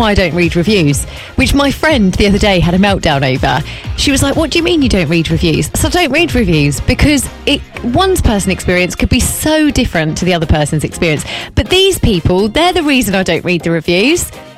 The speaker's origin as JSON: {"language": "English", "country": "United Kingdom", "said": "being a Brit"}